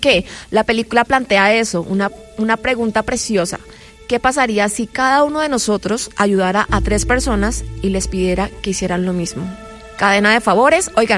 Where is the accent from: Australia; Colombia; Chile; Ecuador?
Colombia; Cartagena, Bolívar; no soy de Santa Marta, soy de Cartagena.